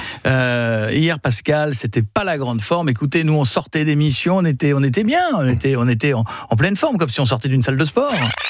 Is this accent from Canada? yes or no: no; Hauts-de-France, France; Il y a l'Oise, la Somme et l'Aisne. Moi, je viens de l'Aisne.